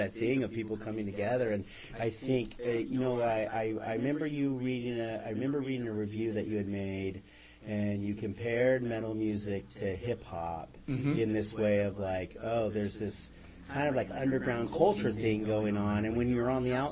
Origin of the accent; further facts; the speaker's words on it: Placerville, California, United States; I'm from Placerville. I'm from this community